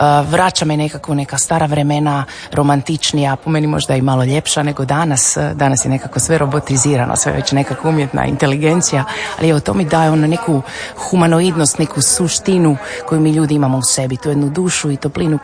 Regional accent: Primorje, Croatia; način na koji su ljudi mene Primorku isto prihvatili

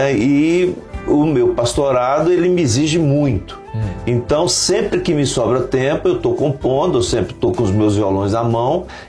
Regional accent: Teófilo Otoni, Minas Gerais, Brazil; Eu sou do nordeste de Minas, eu sou natural de Teófilo Otoni.

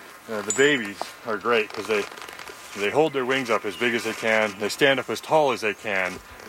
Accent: Grand Haven, Michigan, United States; moved away; I grew up in Grand Haven.

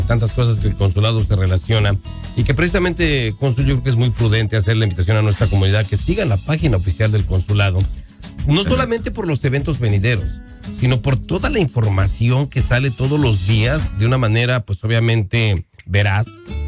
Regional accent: Mexico; now in Omaha, United States; nosotros como mexicanos

